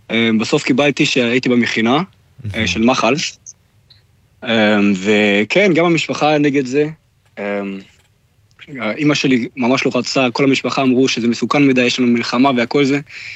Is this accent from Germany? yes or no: yes; Germany; Hebrew is a second language; moved away as an adult; now in Israel; גדלתי בגרמניה, בנוחות ולהיות לא בטוח בגרמניה, אז כן, וגם זה אחד, ושתיים, גדלתי בבית ציוני מאוד